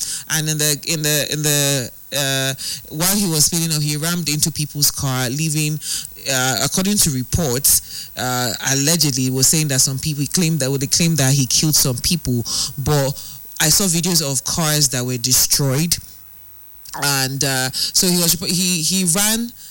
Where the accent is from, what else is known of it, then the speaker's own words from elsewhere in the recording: Nigeria; as a Nigerian